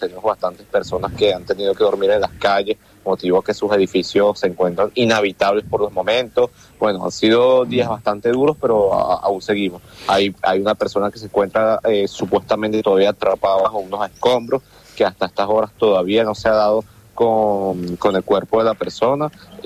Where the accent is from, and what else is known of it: Venezuela; now in Guatire, Venezuela